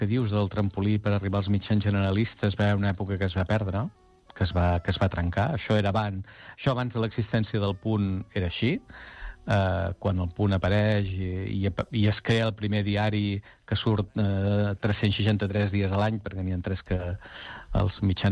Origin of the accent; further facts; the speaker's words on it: Badalona, Catalonia, Spain; De fet, allà on vaig, dic que sóc de Badalona